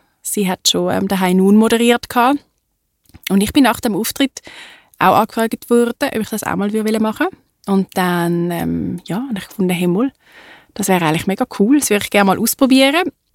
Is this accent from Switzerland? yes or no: yes; Winterthur, Zurich, Switzerland; Ich bin in Winterthur geboren.